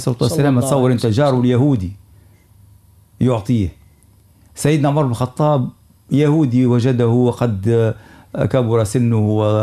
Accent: Tunisia; عندنا في تونس

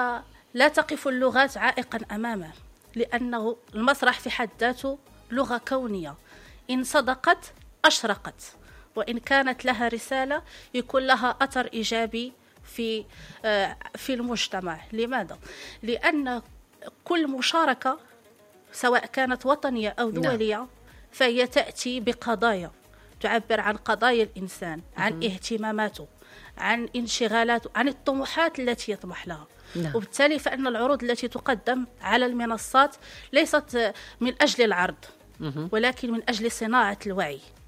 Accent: Morocco; الإذاعة التي أتابعها أنا من المغرب شخصيا

